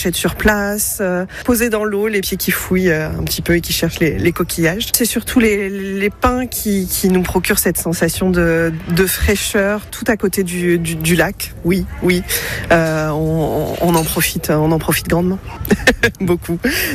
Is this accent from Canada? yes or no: no; Saint-Émilion, Nouvelle-Aquitaine, France; je suis de Saint-Émilion.